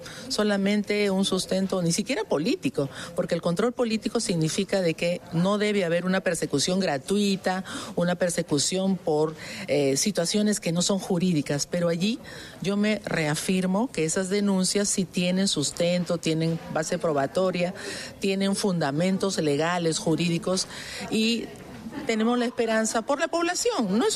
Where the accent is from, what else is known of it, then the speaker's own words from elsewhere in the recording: Peru; Pero por supuesto, soy peruana.